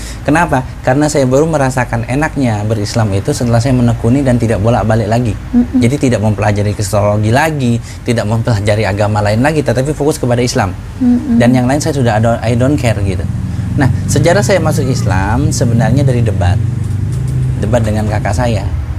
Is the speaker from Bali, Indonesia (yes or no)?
no; Jakarta, Indonesia